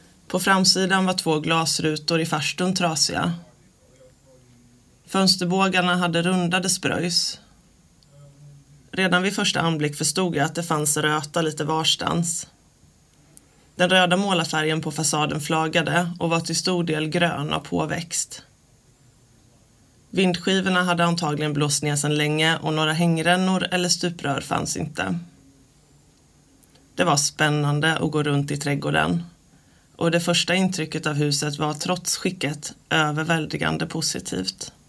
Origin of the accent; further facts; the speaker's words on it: Huskvarna, Jönköping County, Sweden; Jag är 43 år, jag är konstnär, född och uppväxt i Huskvarna.